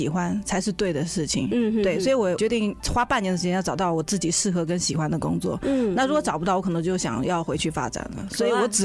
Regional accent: Shanghai, China; moved away as an adult; now in Taiwan; 他不会像我们上海人

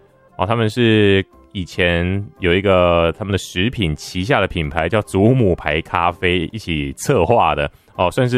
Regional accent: Taiwan; 为了要唤起我们台湾人呢更加重视家庭世代的这个关系落实哦

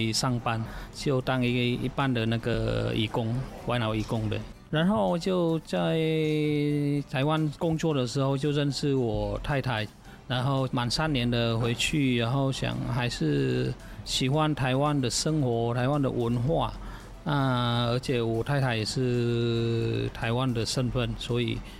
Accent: Vietnam; moved away as an adult; now in Taoyuan, Taiwan; 那我们在越南那时候这种风格也很红

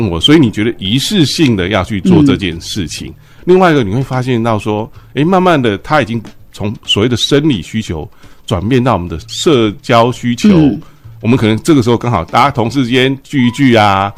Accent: Taiwan; 这是我们台湾人跟人家不一样的地方

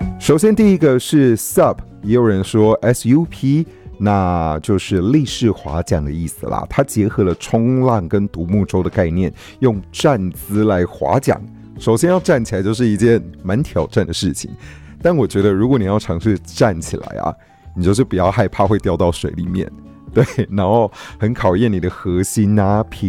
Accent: Nantou County, Taiwan; 我的家乡南投日月潭

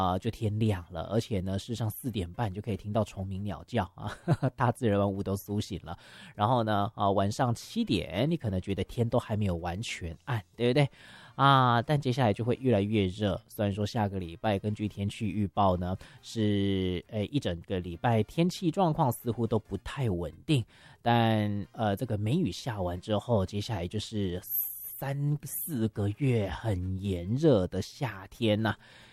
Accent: northern Taiwan, Taiwan; 像我是北部人嘛哈，

